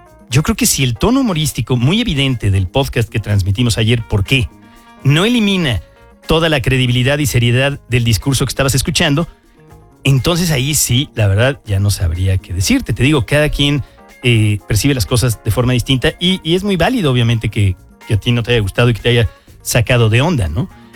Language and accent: Spanish; Mexico; somos mexicanos los que lo hacemos